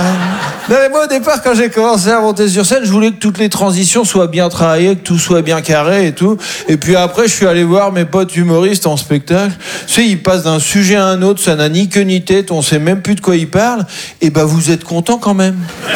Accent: Caen, Normandy, France; Et moi, je viens de Caen, en Normandie.

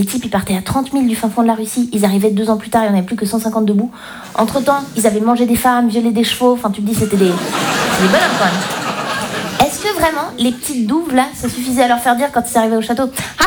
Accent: Romandy, Switzerland

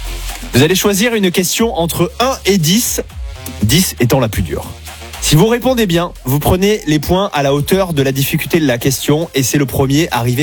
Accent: Mont-de-Marsan, Nouvelle-Aquitaine, France; Moi, je viens de Mont-de-Marsan.

